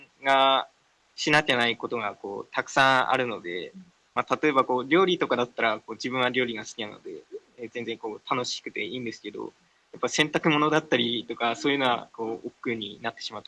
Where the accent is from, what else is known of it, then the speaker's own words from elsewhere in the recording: Aomori, Japan; moved away as an adult; now in Miyagi, Japan; 今は引っ越して一人暮らしをしています。まあ、青森から、地元の青森で宮城に来たので、まあ、こう慣れない土地でしたので、こうやっぱ大学から近い寮に一旦住んで、こう慣れてから